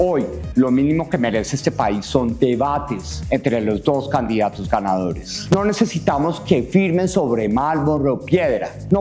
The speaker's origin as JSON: {"language": "Spanish", "country": "Colombia", "said": "Como colombiano, lo que defiendo es que se respete la democracia."}